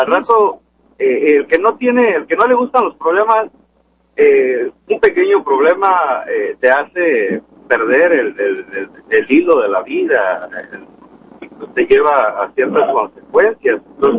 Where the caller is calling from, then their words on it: Lakewood, Washington, United States; yo vivo en Leywood, en el otro lado de la American Lake.